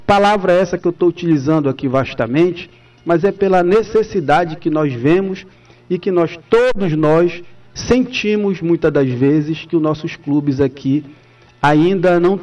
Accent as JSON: {"language": "Portuguese", "region": "Pará", "country": "Brazil", "said": "não somente minha enquanto paraense, mas como vivente daqui, dessa terra aqui do estado do Pará"}